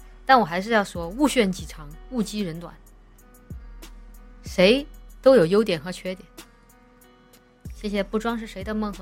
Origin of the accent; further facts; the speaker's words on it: southern China, China; 我是南方人嘛